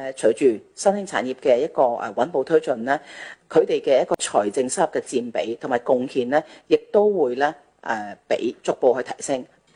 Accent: Macau; 都会持续去吸引一些优质的企业和人才呢可以来到我们澳门那里落户。

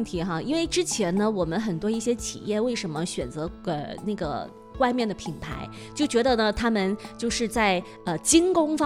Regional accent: China; 我们中国人做事就是不一样哈。

